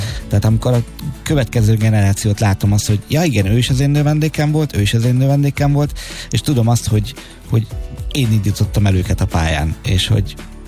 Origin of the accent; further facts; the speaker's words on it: Hungary; Tehát én büszke vagyok arra, hogy magyar vagyok, büszke vagyok arra, hogy hegedűművész vagyok, és hogy itt vagyok a világ másik végén